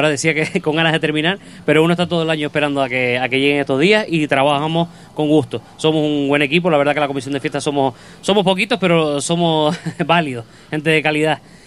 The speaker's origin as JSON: {"language": "Spanish", "country": "Spain", "said": "soy del Puertito."}